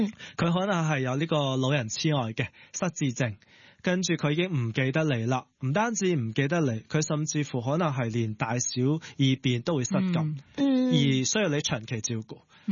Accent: Hong Kong; 我哋香港人

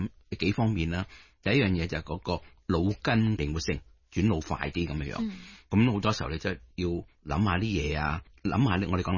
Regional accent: China; 我哋中国人呢就因为年长病人即係嗰一代嘅时候呢，打麻雀就会比较多啲嘅。

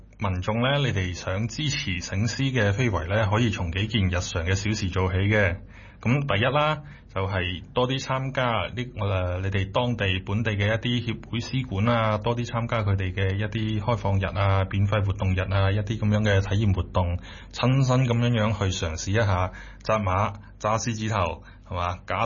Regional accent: Guangdong, China; 咁呢个标语佢体现咗我哋大湾区人自强不息嘅内在气质

